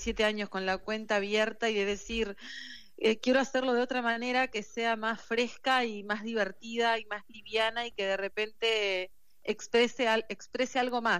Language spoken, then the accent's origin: Spanish; Cinco Sauces, Tacuarembó, Uruguay; Sí, yo me crié en el interior de Uruguay, nací en Tacuarembó, que es muy en el interior.